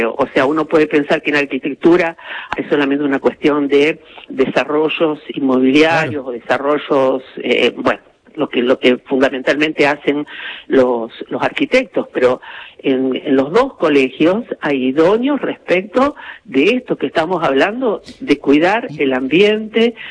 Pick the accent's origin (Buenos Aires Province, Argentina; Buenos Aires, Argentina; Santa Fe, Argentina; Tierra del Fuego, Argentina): Santa Fe, Argentina; nosotros como santafesinos